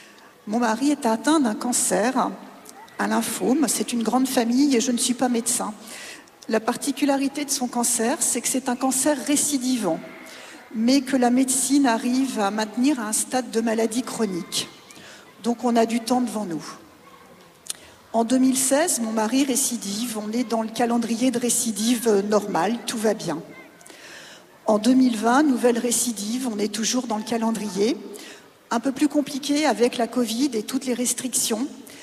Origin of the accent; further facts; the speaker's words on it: Nantes, Pays de la Loire, France; j'ai 53 ans, je viens de Nantes.